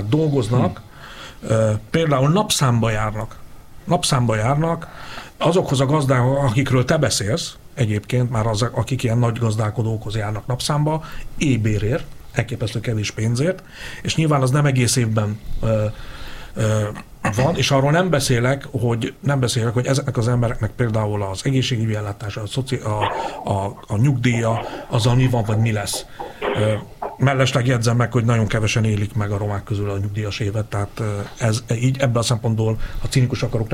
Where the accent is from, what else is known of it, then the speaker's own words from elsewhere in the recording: Hungary; egyfelől vidéken születtem, ebben nőttem fel, tehát én nagyon jól látom.